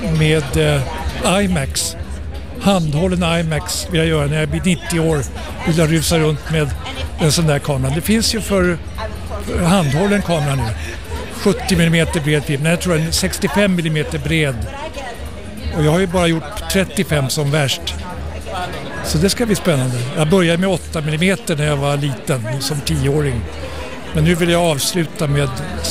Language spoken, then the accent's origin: Swedish; Sweden; moved away; jag är svensk regissör som har jobbat utomlands